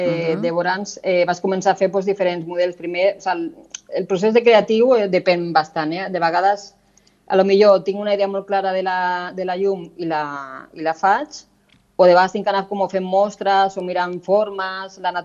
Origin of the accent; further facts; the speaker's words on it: Murcia, Region of Murcia, Spain; born there; moved away as an adult; now in Catalonia, Spain; jo vaig néixer a Múrcia, vale, i als 18 anys vaig venir aquí a estudiar disseny i moda.